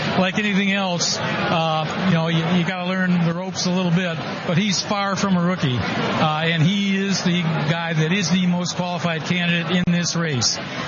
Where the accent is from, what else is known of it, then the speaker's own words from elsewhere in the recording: Greenville, South Carolina, United States; I knew him when he was in the legislature of South Carolina, and even though I was from Greenville, I supported him.